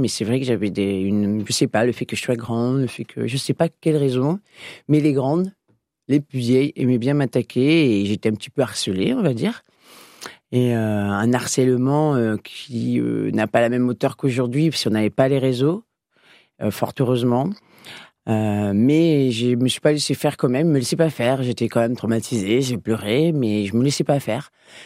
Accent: Angoulême, Nouvelle-Aquitaine, France; moved away as an adult; now in Bordeaux, France; je viens d'Angoulême. Et je suis venue sur Bordeaux quand j'ai eu 20 ans.

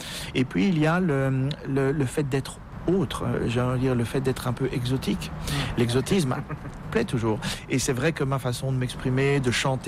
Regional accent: Belgium; étant donné que je suis belge

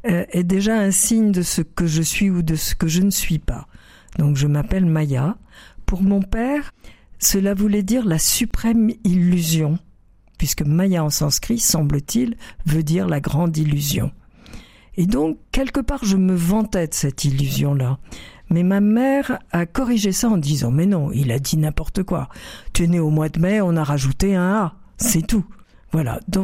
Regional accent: Cahors, Occitanie, France; born there; Ma mère est venue de Pologne. Ma mère est venue le rejoindre donc en 38. Et je suis née en 42 à Cahors. Nous avons été cachés à Gramma, dans le Lot

